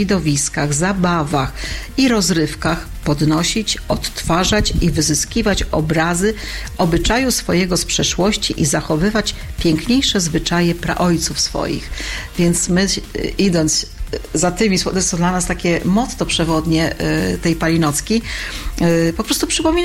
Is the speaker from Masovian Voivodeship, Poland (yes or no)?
no; Warmian-Masurian Voivodeship, Poland; a u nas na Mazurach właśnie palinocką.